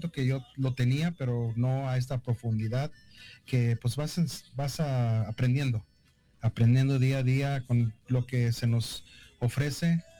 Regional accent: Mexico

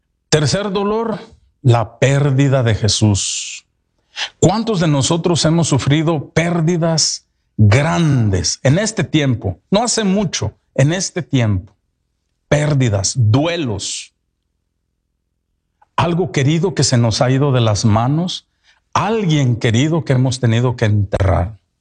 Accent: Mexico; aunque venimos de diferentes países de Centroamérica, algunos celebran su independencia hoy y nosotros, mexicanos, mañana

